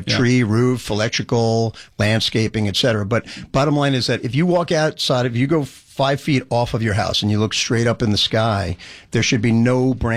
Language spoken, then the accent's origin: English; New Jersey, United States; also born or lived in Brooklyn, New York